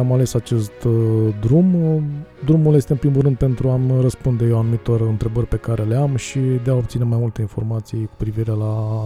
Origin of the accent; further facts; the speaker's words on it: Iași, Iași County, Romania; moved away as an adult; now in Brașov, Romania; Și la 20 de ani am plecat din Iași și m-a dus viața la Brașov.